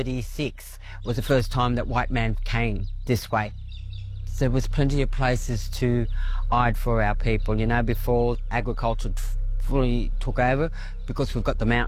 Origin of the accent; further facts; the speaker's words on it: Moree, New South Wales, Australia; I'm from Moree. My people are originally from the area where I'm sitting today, and that's Terriaiai.